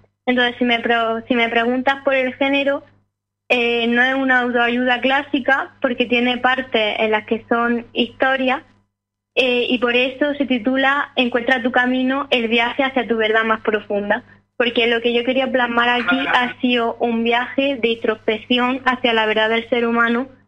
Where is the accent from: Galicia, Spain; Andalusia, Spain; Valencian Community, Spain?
Andalusia, Spain; Cantoria; de un pueblo de Cantoria.